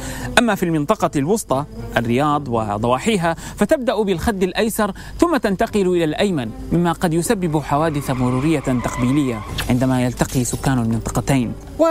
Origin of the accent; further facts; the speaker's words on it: Sudan; عندنا في السودان